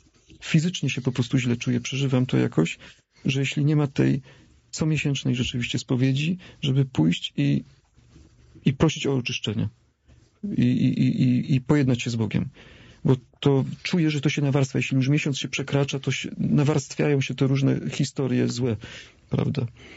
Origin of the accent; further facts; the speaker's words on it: Silesian Voivodeship, Poland; urodziłem się na Śląsku i wychowałem się na podwórku śląskim, wśród Hanysów, w Ordungu, w porządku, prawda?